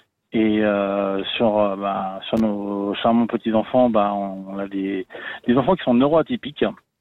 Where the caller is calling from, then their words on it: Geneva, Switzerland; de Genève.